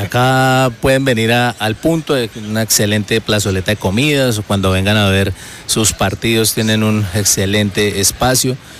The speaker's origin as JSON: {"language": "Spanish", "town": "Villavicencio", "region": "Meta", "country": "Colombia", "said": "Yo sí soy de aquí, de Villavicencio."}